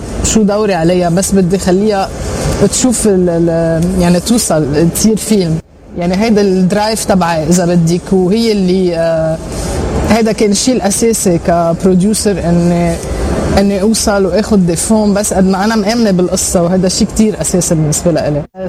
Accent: Lebanon; اذا انت من مثلا انا من لبنان انه دائما لازم احكي مثلا عن الحرب, عن الشيء اللي عم بيصير هلا

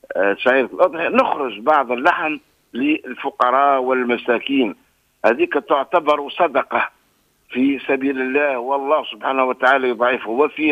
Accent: Tunisia; اللهم يا ربي اجعل بلادنا تونس وسائر بلاد المسلمين آمينة هنيئة

